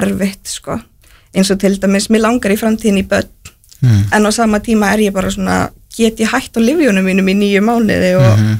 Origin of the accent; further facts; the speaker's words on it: Njarðvík, Southern Peninsula, Iceland; Þegar ég var yngri og bjó, ég sett fættu upp í Njarvík og ég bjó þar